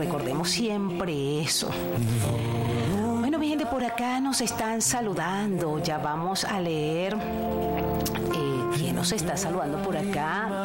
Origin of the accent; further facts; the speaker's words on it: Lara, Venezuela; born there; toda esa gente bella y hermosa del Estado Lara, mi tierra natal.